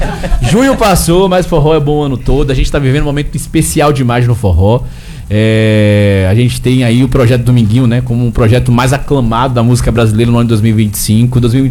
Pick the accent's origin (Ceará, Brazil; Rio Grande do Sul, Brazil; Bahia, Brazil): Bahia, Brazil; moved away as an adult; now in Salvador, Brazil; eu sou de uma ligação entre Castro Alves e Ilha de Itaparica. Então eu sou de roça e praia, assim, os dois mundos.